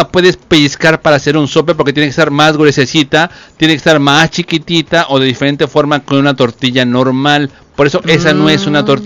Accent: Mexico

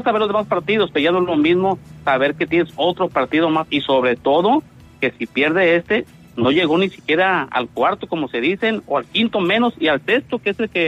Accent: Mexico; y pues sobre todo convivir ahí como mexicanos y ver este partido

